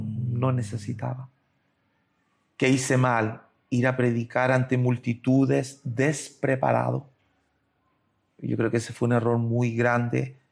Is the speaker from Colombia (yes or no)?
no; Chile; moved away as an adult; now in Brazil; Yo soy chileno, vivo más de 30 años en Brasil.